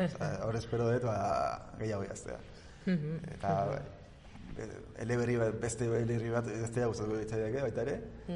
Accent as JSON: {"language": "Basque", "town": "Villabona", "region": "Basque Country", "country": "Spain", "tie": "born there", "lives_now": "Urdiain, Spain", "said": "Ni jaio naiz, Bilabonan, eta Urdiain daramat, ba, sei urte ingo ditut."}